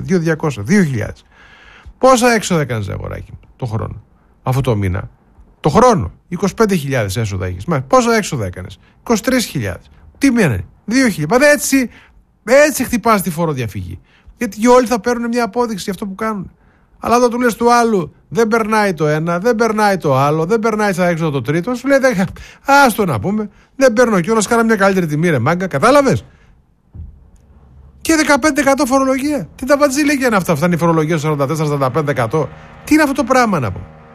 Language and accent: Greek; Eitorf, North Rhine-Westphalia, Germany; born or raised there